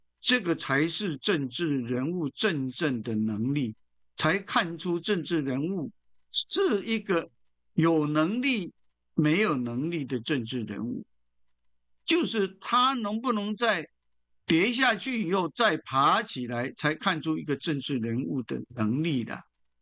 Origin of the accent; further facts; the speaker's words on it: Taiwan; 我们台湾人很熟悉的